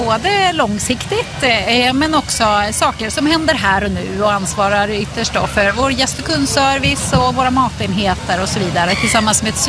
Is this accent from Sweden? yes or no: yes; east coast, Sweden; now in Västergötland, Sweden; då ska jag åka till östkusten där jag kommer ifrån. Jag är inte från Västergötland